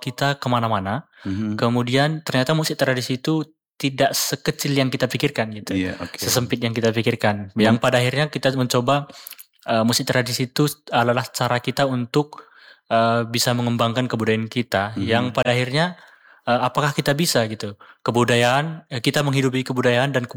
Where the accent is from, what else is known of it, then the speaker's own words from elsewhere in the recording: North Sumatra, Indonesia; saya orang Karo.